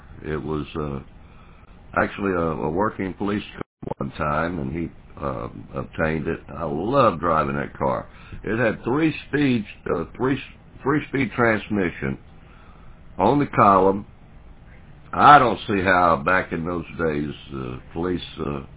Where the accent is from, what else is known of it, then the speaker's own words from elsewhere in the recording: Mobile, Alabama, United States; I grew up in Mobile. I was a city boy